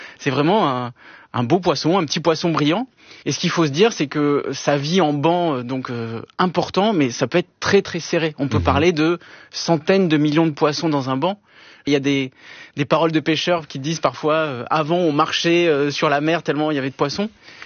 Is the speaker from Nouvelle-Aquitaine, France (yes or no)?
yes; Bordeaux, Nouvelle-Aquitaine, France; born there; Moi, je suis né à Bordeaux.